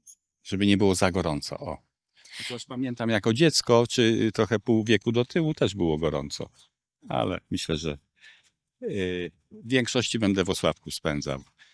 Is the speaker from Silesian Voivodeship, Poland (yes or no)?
no; Włocławek, Kuyavian-Pomeranian Voivodeship, Poland; Chociaż urodziłem się w tym miejscu i moje życie związane jest z Wrocławkiem. Bardzo fajne miasto.